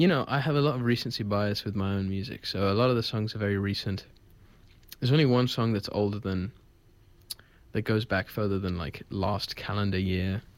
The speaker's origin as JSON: {"language": "English", "region": "London", "country": "United Kingdom", "tie": "born or raised there", "moved": "yes", "lives_now": "New York, United States", "said": "Well, I grew up in London, but my family's from Italy"}